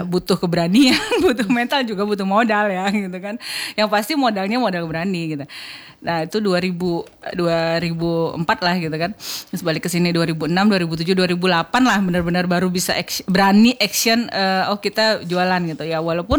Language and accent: Indonesian; Lampung, Indonesia; Saya dari Lampung gitu kan, saya dibawa suami ke sini jadi tinggal sini